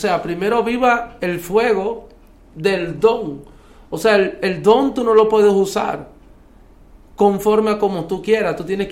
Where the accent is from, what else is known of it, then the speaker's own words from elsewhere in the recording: Holguín, Cuba; soy de Cuba, para la gloria de Dios, soy de la provincia de Holguín.